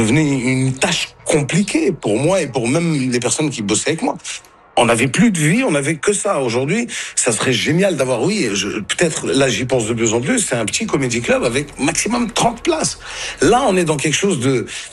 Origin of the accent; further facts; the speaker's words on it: Côte d’Ivoire; donc je viens de Côte d'Ivoire. Et puis je suis très fier de venir de Côte d'Ivoire